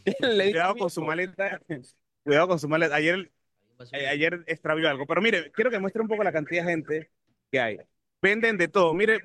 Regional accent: Panama

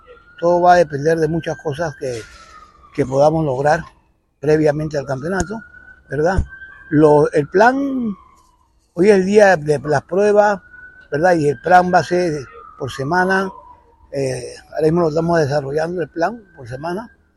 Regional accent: Panama; Todos somos panameños

